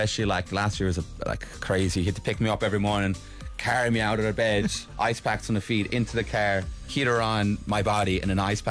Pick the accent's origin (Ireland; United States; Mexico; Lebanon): Ireland; County Kerry; I'm from Kerry.